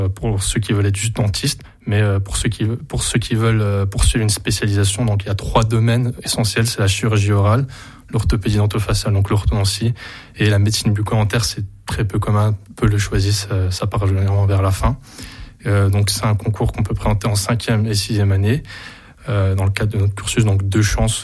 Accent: Montbéliard, Bourgogne-Franche-Comté, France; moved away; je suis originaire de Montbéliard

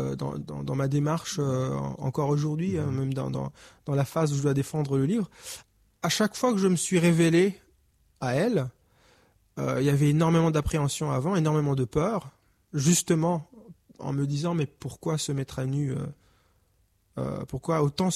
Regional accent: Rwanda; now in Canada

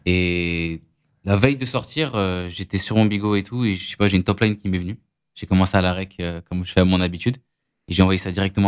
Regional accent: Auvergne-Rhône-Alpes, France; moved away as an adult; now in Paris, France; Je viens de pas loin de Lyon.

